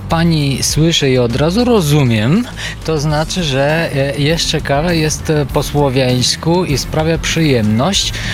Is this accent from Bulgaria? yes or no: yes; Bulgaria; moved away as an adult; now in Lublin, Poland